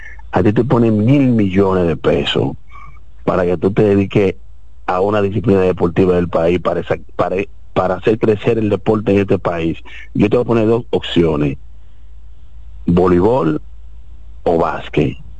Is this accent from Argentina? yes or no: no; Dominican Republic; Somos dominicanos